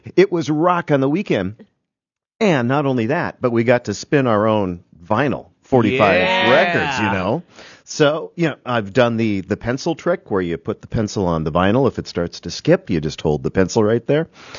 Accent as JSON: {"language": "English", "town": "Ortonville", "region": "Minnesota", "country": "United States", "tie": "born or raised there", "said": "Growing up in small-town Minnesota has its advantages. So I grew up in Ortonville, Minnesota, and it's still there."}